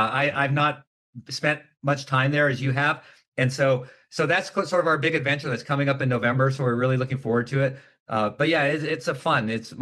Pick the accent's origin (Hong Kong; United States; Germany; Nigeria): Germany; and I'm originally from Germany.